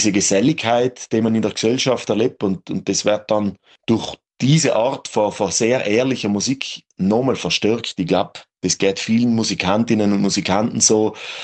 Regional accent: Klobenstein, Trentino-Alto Adige, Italy; accent: South Tyrolean; Ja, der Dialekt kommt aus Südtirol. Ich bin ein gebürtiger Ridner. Das ist ein bisschen oberhalb von Bozen, genauer gesagt in Klobenstein bin ich wohnhaft dort geboren.

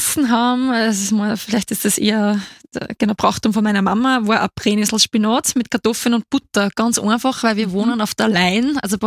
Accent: Waldhausen im Strudengau, Upper Austria, Austria; ich komme aus dem Mühlviertel, Waldhausen im Strudengau, wunderschönes Fleckchen. Waldhausen im Strudengau, das ist in der Nähe von Krain an der Donau

